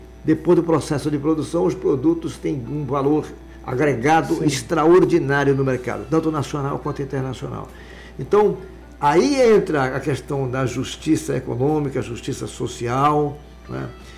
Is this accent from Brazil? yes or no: yes; Porto Grande, Amapá, Brazil; Olha, eu sou aqui do Porto Grande, tá, que agora dá para ler melhor.